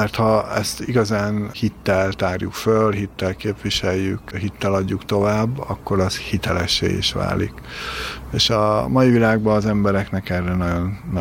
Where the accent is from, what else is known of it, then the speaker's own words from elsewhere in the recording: Hungary; mi magyarok vagyunk